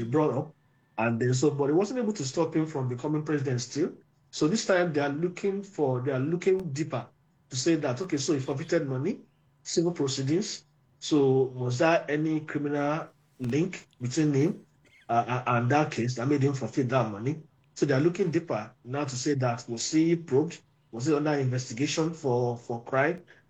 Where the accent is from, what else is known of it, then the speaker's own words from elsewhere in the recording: Nigeria; I'm a Nigerian journalist.